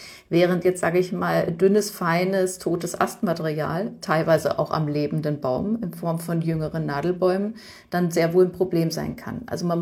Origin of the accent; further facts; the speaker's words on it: Freiburg, Baden-Württemberg, Germany; jetzt ich komme aus Freiburg, auch in der Oberrheinebene